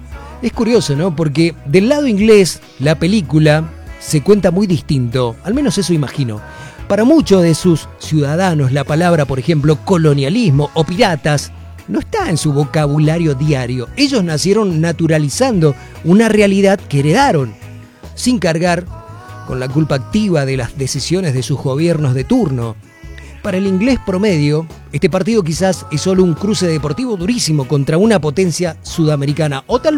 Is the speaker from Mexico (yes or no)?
no; Argentina